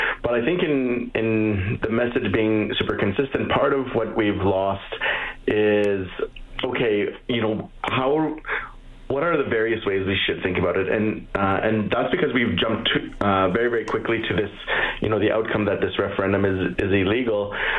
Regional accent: Alberta, Canada; I grew up on Ermineskin Reserve

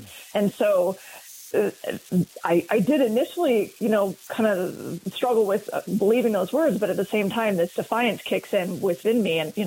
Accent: Canada; My wife is dual citizen. Yeah. I'm only Canadian. I can't just hop over to the United States to live there.

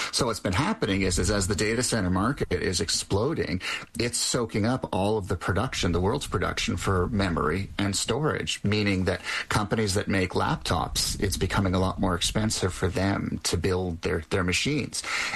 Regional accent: Canada; being Canadian.

